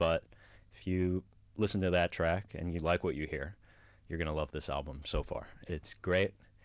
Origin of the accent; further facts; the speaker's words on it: Cairo, Cairo Governorate, Egypt; now in Australia; my hometown of Cairo in Egypt.